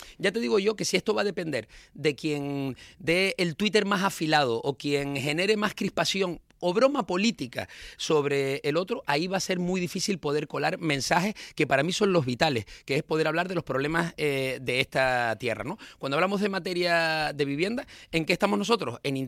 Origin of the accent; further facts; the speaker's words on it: Canary Islands, Spain; a mí, como canario, me preocupa saber qué ideas tienen para Canarias.